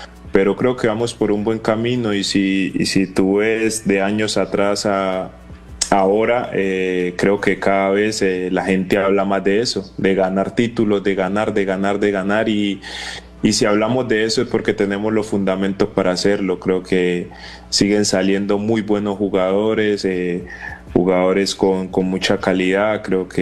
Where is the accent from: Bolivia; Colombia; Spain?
Colombia; Cali, Valle del Cauca; Soy caleño y me encanta la salsa, espero poder dejar ese toque salsero acá y que también puedan recordar esa linda cultura que tenemos.